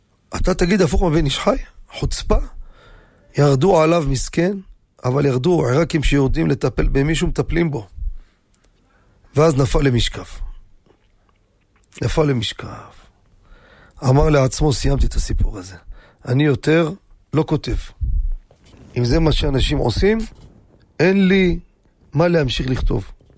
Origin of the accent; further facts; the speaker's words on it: Jerusalem, Jerusalem District, Israel; ובאמת, בירושלים, אני גדלתי בירושלים. בקטמון עם כל השכונות העיראקים